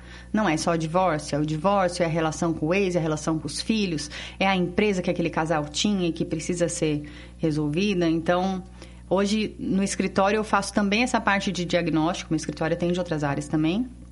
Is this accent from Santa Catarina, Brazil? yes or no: yes; Florianópolis, Santa Catarina, Brazil; also born or lived in São José; Eu sou nascida em Florianópolis. Na verdade, São José, do ladinho de Florianópolis, mas vivi minha adolescência, minha infância em Florianópolis.